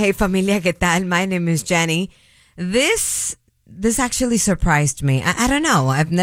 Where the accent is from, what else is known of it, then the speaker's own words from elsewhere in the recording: Florida, United States; I'm from Central Florida